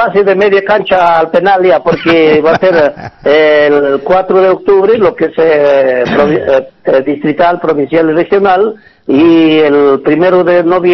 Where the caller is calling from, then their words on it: Peru; Pues de acá de La Pona, como siempre, pues, te estamos llamando